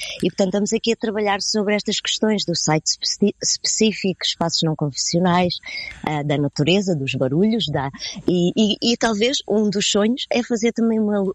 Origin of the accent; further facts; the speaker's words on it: Abrantes, Santarém, Portugal; born there; até porque Abrantes, eu nasci em Abrantes, e até porque Abrantes tem o Centro Vital